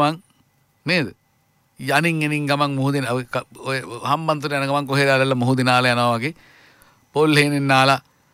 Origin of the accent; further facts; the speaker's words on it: Moratuwa, Western Province, Sri Lanka; අපි මොරටුවේ මිනිස්සු.